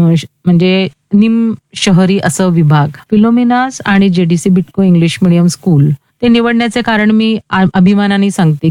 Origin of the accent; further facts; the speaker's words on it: Nashik, Maharashtra, India; now in Pune, India; माझं बालपण नाशिक रोड मध्ये गेलं.